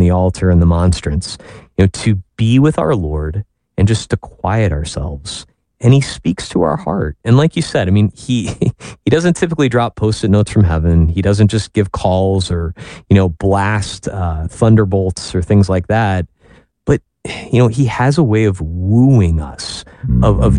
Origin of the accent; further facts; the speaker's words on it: Peoria, Illinois, United States; I grew up in the Diocese of Peoria, Illinois, and we had this wonderful vocation summer camp